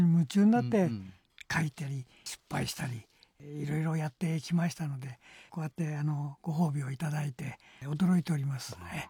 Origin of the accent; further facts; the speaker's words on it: Hokkaido, Japan; moved away; 私は北海道の出身なんですが